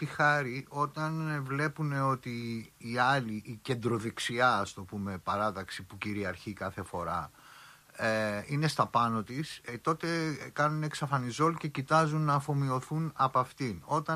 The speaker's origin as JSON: {"language": "Greek", "town": "Athens", "region": "Attica", "country": "Greece", "tie": "born or raised there", "said": "Εσύ μάλιστα και εγώ που μεγαλώσαμε στην Κυψέλη"}